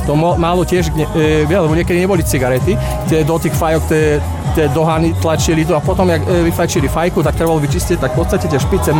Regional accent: Lendak, Prešov Region, Slovakia; tak u nás v Lendaku sa nosí kroj

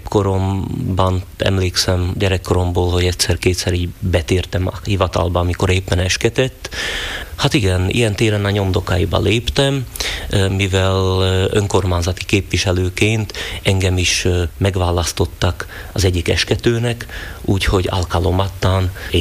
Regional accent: Turňa nad Bodvou, Košice Region, Slovakia; Hát ugye mivel tornai vagyok

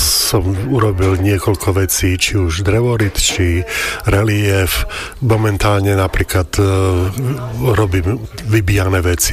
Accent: Košice, Košice Region, Slovakia; som z Košíc.

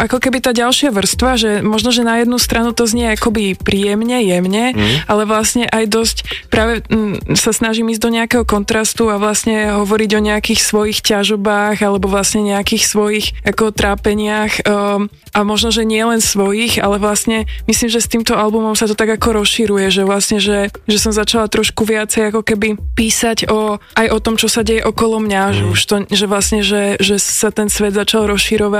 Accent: Martin, Žilina Region, Slovakia; now in Prague, Czech Republic; by som chcela ísť práve do Martina, odkiaľ pochádzam

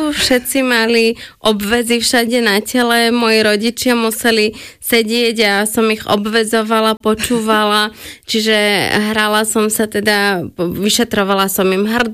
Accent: Kuwait; moved away; Ako dieťa som žila v Kuvajte, potom sme žili v rôznych krajinách

